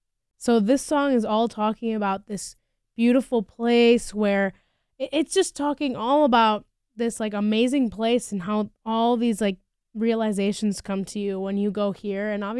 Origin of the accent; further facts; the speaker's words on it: San Luis Potosí, Mexico; moved away; The song is about my home state in Mexico, San Luis Potosí.